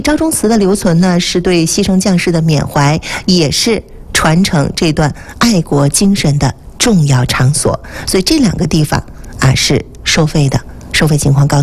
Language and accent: Chinese; Jinzhou, Liaoning, China; 就在节目当中啊，以一个土生土长的锦州人的角度啊，跟大家呢去说这个事儿。